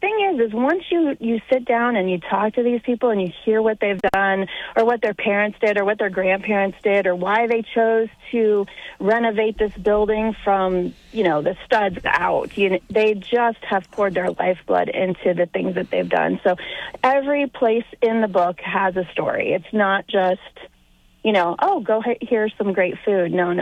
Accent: Ohio, United States; as I went up to Northeast Ohio, so we're Central Ohioans, so I'm from Central Ohio myself

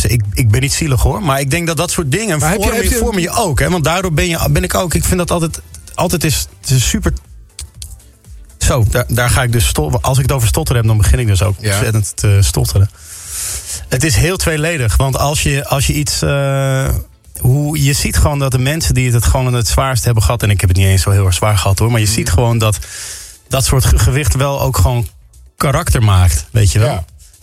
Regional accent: Amsterdam, North Holland, Netherlands; Ik kom uit de Pijp en ik zat in de Diamantbuurt op school.

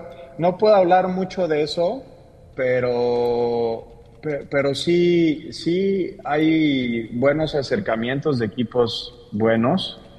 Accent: Mexico; now in Colombia; también tengo ahí otra posible opción en mi país, en México, sí.

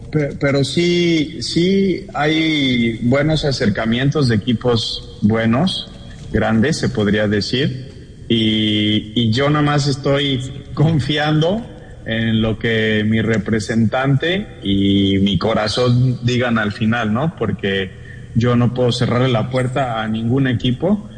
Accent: Puebla, Mexico; Yo soy de Puebla, cerca de la capital, dos horas.

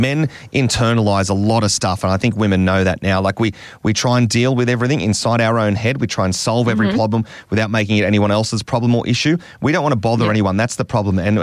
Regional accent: Wollongong, New South Wales, Australia; being born and raised here in Wollongong, growing up in Dapto, did my whole entire school life here.

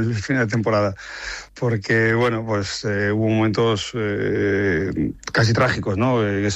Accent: Valladolid, Castile and León, Spain; creo que todos los que somos pucelanos pues hemos respirado.

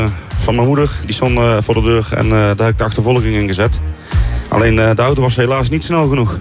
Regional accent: Breda, North Brabant, Netherlands; Uit Breda.

